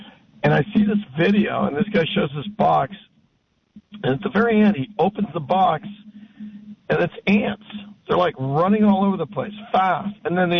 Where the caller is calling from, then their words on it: Santa Maria, California, United States; I'm calling from Santa Maria.